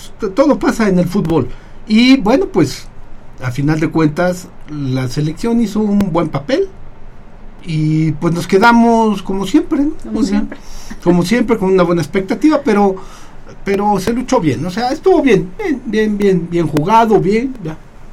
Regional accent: Mexico

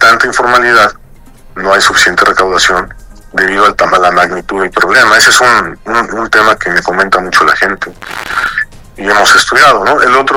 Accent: Puebla, Mexico; Soy poblano de nacimiento y siempre he estado acá en Puebla

